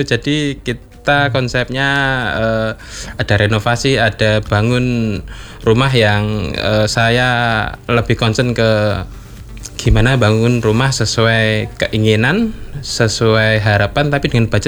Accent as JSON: {"language": "Indonesian", "town": "Madiun", "region": "East Java", "country": "Indonesia", "tie": "born or raised there", "said": "Saya asli Madiun. Lebih tepatnya Madiun sebelah barat, Jiwan."}